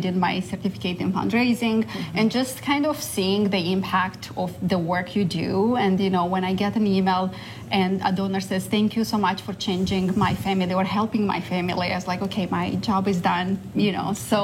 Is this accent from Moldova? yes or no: yes; Moldova; English is a second language; moved away as an adult; now in Canada; I'm originally from Moldova. So philanthropy, it was something new to me when I came to Canada.